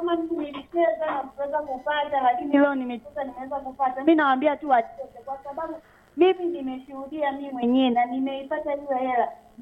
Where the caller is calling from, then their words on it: Iringa, Tanzania; Natokea Kihesa.